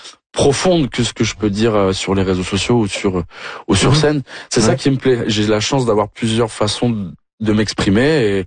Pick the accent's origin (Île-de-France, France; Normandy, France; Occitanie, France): Occitanie, France; Moi, je viens du sud-ouest de la France et je faisais beaucoup de rugby.